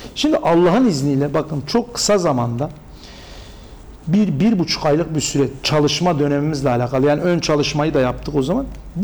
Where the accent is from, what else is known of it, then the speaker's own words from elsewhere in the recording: Mersin, Turkey; Turgut Reis Mahallesi'nde doğdum.